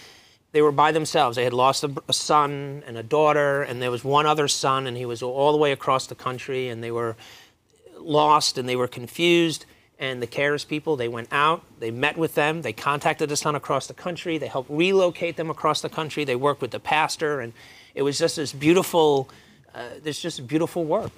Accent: Brooklyn, New York, United States; I was very familiar with growing up in Brooklyn.

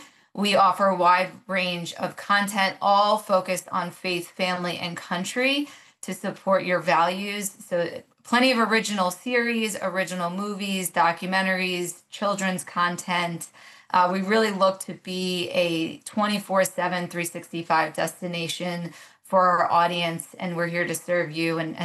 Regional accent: United States; as an American

